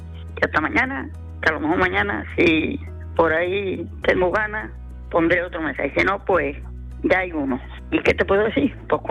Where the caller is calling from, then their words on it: Cartaya, Andalusia, Spain; aquí de Cartaya.